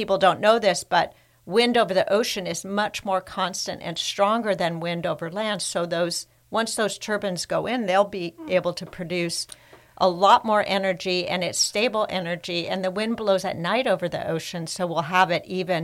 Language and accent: English; Santa Barbara, California, United States; when I was a little girl growing up in Santa Barbara